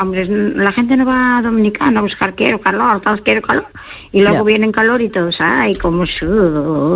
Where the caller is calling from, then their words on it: Pontevedra, Galicia, Spain; de Pontevedra.